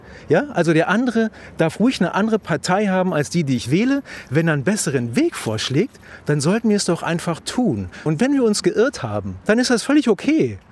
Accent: East Germany, Germany; Ich komme aus der DDR

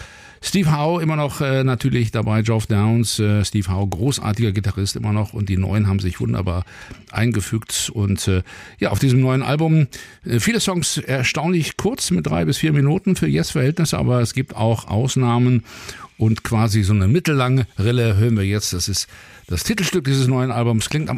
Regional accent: Cologne, North Rhine-Westphalia, Germany; born there; Ich bin ja in Köln geboren, das ist allgemein bekannt

